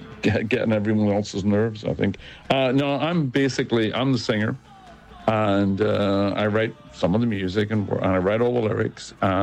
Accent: Ireland; I'm from Ireland. I'm Irish

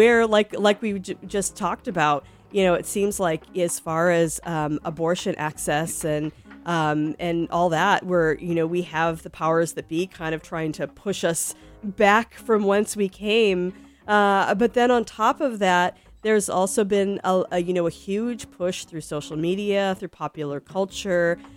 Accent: East Coast, United States; and I'm from the East Coast.

